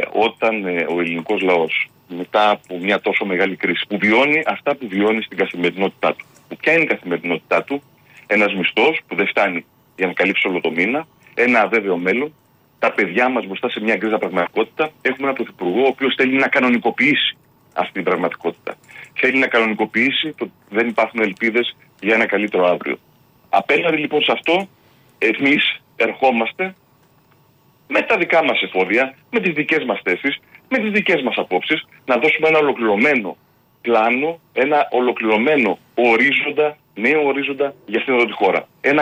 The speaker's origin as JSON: {"language": "Greek", "town": "Piraeus", "region": "Attica", "country": "Greece", "said": "Εγώ ως Πειραιώτης είμαι του ρεμπέτικου."}